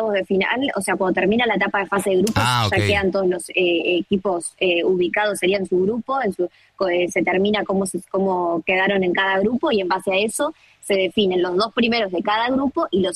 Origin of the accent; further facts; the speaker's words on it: Argentina; te pregunta de dónde sos, Argentina